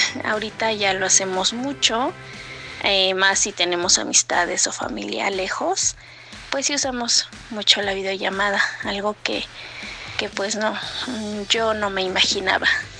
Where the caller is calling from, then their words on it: Temixco, Morelos, Mexico; Los escucho desde Temisco